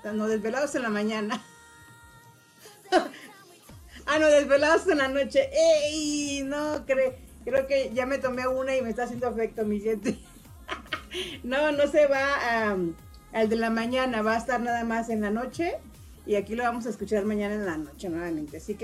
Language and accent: Spanish; Sinaloa, Mexico; born there; moved away; de allá de mi tierra natal